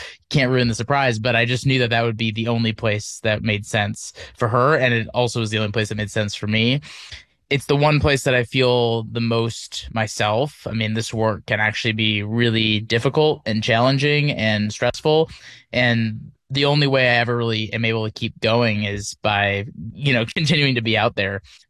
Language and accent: English; Wisconsin, United States; born or raised there